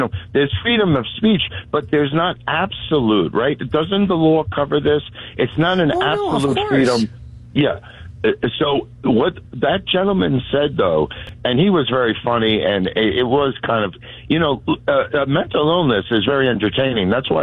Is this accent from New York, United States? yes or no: yes; New York, United States; I'm from Long Island.